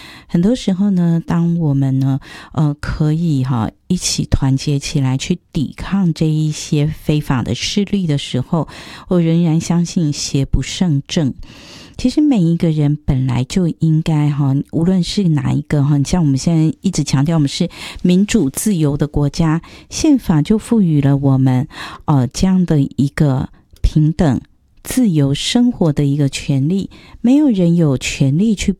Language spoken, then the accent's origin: Chinese; Taiwan; 我觉得我们台湾人性情很善良